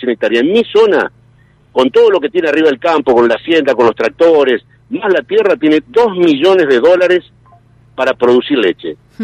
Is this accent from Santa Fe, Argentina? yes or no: yes; San Guillermo, Santa Fe, Argentina; yo soy de San Guillermo, nuestra zona no tiene posibilidad de hacer otra actividad porque tenemos problemas con las lluvias.